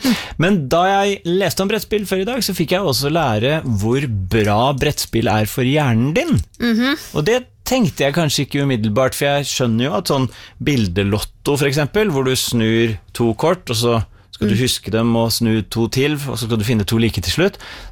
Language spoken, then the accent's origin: Norwegian; Halden, Østfold, Norway; Men jeg husker en gang så arrangerte vi Monopol-mesterskap hjemme i Halden.